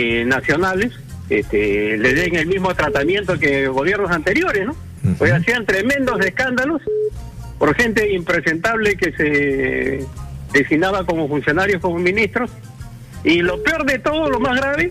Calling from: Ica, Peru

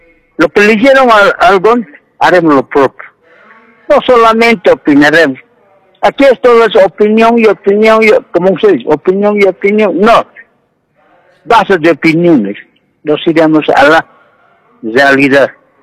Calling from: Cochabamba, Bolivia; Soy de Cochabamba. Vivo en Villa, zona sur de la casa.

